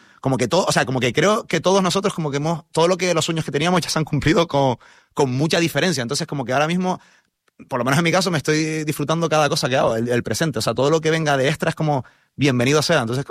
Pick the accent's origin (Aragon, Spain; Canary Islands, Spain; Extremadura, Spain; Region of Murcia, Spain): Canary Islands, Spain; Trabajo con un equipo que somos todos canarios